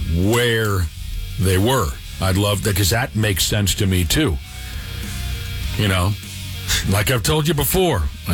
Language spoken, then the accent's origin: English; Ireland; Don't come after me for being anti-Irish. I'm an Irish person. I'm just saying.